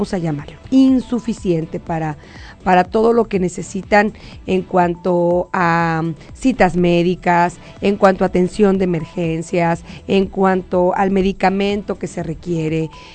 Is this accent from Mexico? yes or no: yes; Mexico; Como mexicanos en todo el año hay que sentirse orgulloso y orgullosa de ser mexicano, de haber nacido en este hermoso país